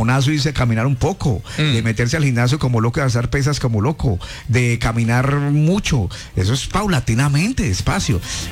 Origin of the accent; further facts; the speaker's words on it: Colombia; para los extranjeros, todos los colombianos hablamos paisa.